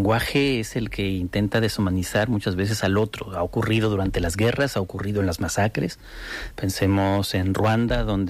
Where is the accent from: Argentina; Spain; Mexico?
Spain; also born or lived in United States